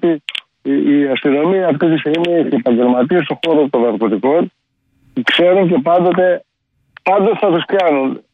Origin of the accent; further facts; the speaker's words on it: Karditsa, Thessaly, Greece; Να σκεφτείτε στην Καρδίτσα. Ναι. Επειδή η πατρίδα μου το λέω